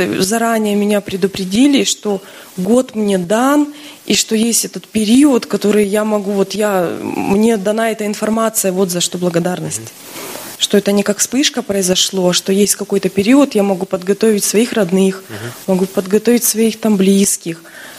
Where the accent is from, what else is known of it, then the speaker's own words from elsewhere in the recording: Kokshetau, Akmola Region, Kazakhstan; я из Кокштау.